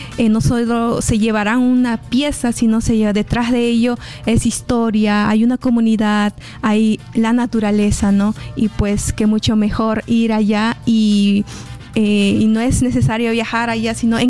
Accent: Peru; moved away as an adult

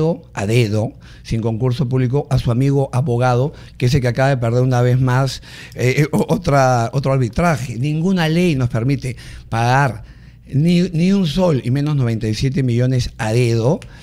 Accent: Peru; also born or lived in Magdalena, Lima / Tumbes

